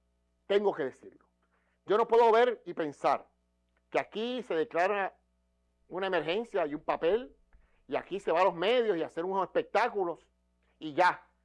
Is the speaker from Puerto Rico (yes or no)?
yes; Puerto Rico; born there; como puertorriqueño que ama esta tierra, que nací aquí y adoro mi tierra.